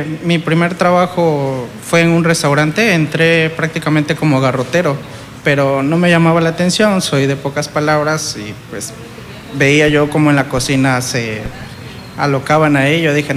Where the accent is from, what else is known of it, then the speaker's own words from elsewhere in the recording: Tabasco, Mexico; Soy de Tabasco.